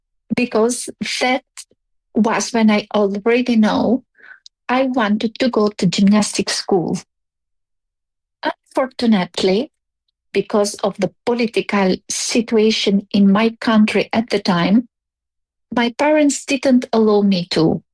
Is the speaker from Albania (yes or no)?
yes; Albania; Hello, Voice of Indonesia. … from Albania.